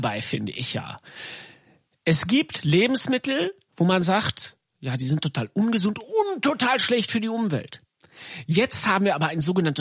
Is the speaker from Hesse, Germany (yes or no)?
no; North Rhine-Westphalia, Germany; Ich sag's nochmal, ich komme aus dem Sauerland.